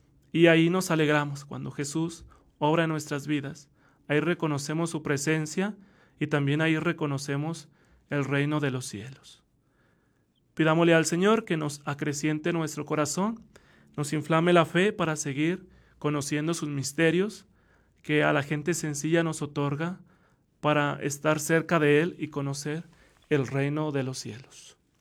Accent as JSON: {"language": "Spanish", "region": "Zacatecas", "country": "Mexico", "tie": "born or raised there", "lives_now": "Fresnillo, Mexico", "said": "la comunidad de donde soy originario, ¿verdad? Mandamos saludos a la comunidad del Mezquite"}